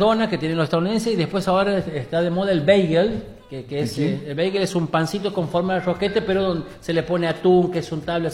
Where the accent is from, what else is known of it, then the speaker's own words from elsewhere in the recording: Argentina; mi niñez en Clodomiro